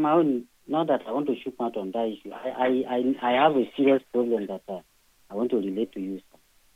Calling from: Ikorodu, Lagos, Nigeria; I'm calling from Ikodu.

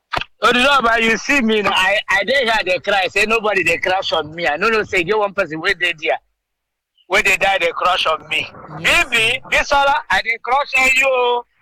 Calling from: Abia, Nigeria; I'm from Uzakole. I'm in the local government area of Abia State.

